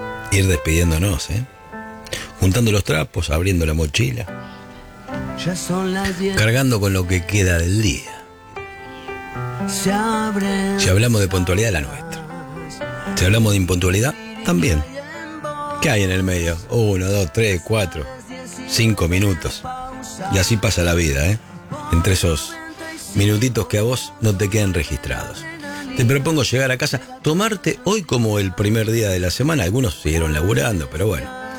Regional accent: Argentina; somos argentinos

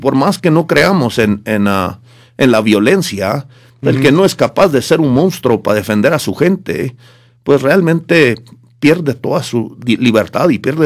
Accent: Chihuahua, Mexico; born there; Yo nací en Chihuahua y pues realmente me considero mexicano.

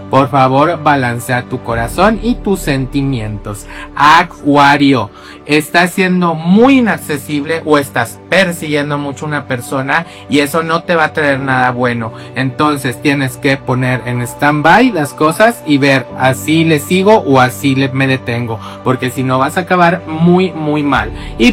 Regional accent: northern Mexico, Mexico; y soy muy norteña, ¿verdad?

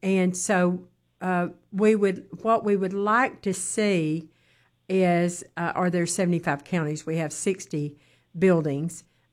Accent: Mississippi, United States; She's my Mississippi sister because, see, that's my home state.

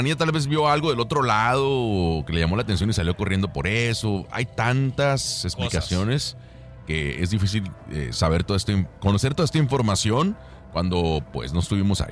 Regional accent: Chihuahua, Mexico; moved away; que soy de Chihuahua, también allá es igual.

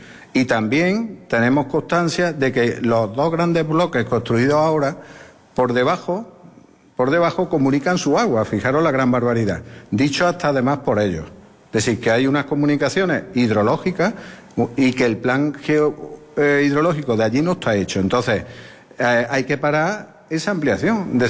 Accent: Hornachuelos, Andalusia, Spain; mi pueblo, en Hornachuelos

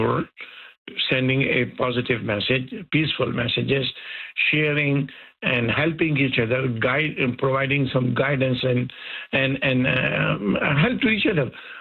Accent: Canada; we are as Canadian as you are.

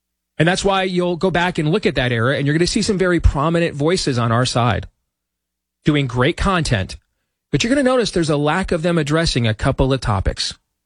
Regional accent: Michigan, United States; I grew up in Michigan. I know the place very well.

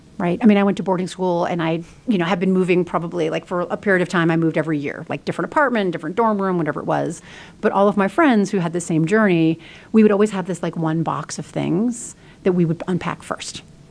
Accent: New York, United States; I'm a New Yorker, so, you know, got to end with my hometown, start with my current hometown, and end with my birth hometown.

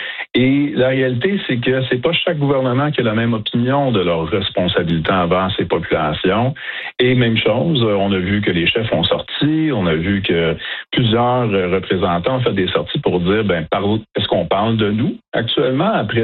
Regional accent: Kanesatake, Quebec, Canada; je viens de Ganesetagé.

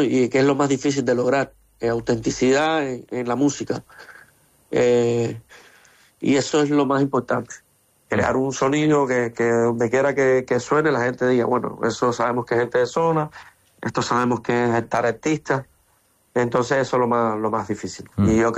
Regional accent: Cuba; moved away; Porque venimos de Cuba, una isla que a pesar de todos los problemas que tiene, yo creo que pronto va a estar más viva que nunca.

